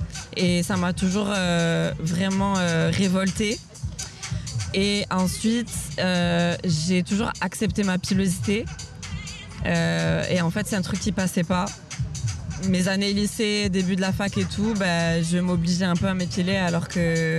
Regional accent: south of France, France; now in Lyon, France; Je suis basée à Lyon, mais je viens du sud de la France à la base.

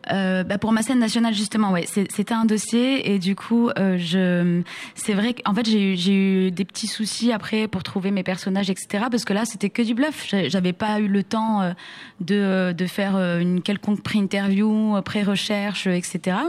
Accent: Morocco; moved away; je viens du Maroc

